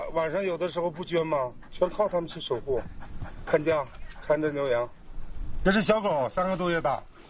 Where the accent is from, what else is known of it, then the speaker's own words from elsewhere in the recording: Inner Mongolia, China; 我70年出生在巴尔虎草原